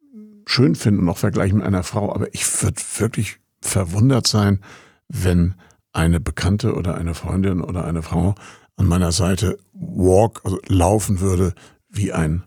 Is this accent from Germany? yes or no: yes; Rostock, Mecklenburg-Vorpommern, Germany; moved away as an adult; als Rostocker in Berlin, ich kannte zwar Berlin, auch den anderen Teil noch kurz, flüchtig, bevor die Mauer gebaut wurde